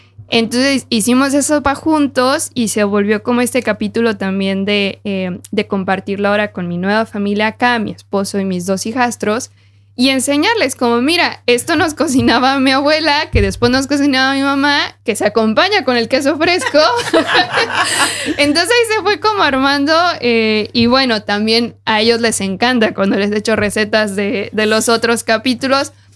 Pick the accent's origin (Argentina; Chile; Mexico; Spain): Mexico; Aguascalientes; Bueno, yo soy hidrocálida, yo soy de Aguascalientes.